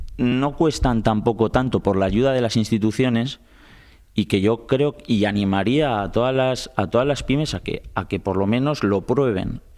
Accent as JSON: {"language": "Spanish", "region": "Basque Country", "country": "Spain", "said": "Claro, o sea, somos vascos, vascos, ¿eh?"}